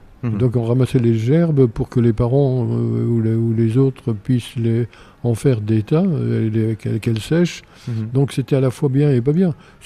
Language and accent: French; Jarny, Grand Est, France; Enfin, au départ, pas à Jarny, on a déménagé à Beuvillé, près d'Audin-le-Roman.